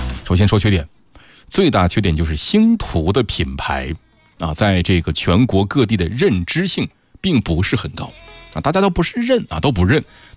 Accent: Yichang, Hubei, China; 我是湖北的主播，我是湖北宜昌的主播，啊，在我们宜昌呢就有新旺达电池基地

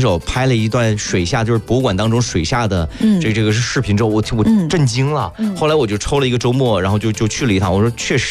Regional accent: Liaoning, China; 因为本身就是土生土长辽宁人嘛

